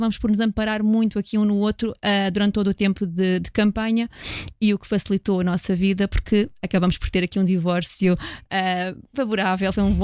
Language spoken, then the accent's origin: Portuguese; Terrugem, Portugal; Eu sou da Terrugem desde sempre, tenho muito orgulho e muita vontade de ver a minha freguesia prosperar